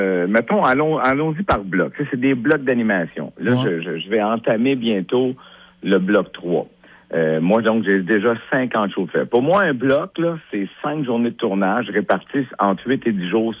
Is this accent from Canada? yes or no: yes; Sainte-Clotilde, Quebec, Canada; born there; Je suis né à Montréal, tu sais, mais Sainte-Clotilde, en fait. Ma première maison, première demeure à Sainte-Clotilde.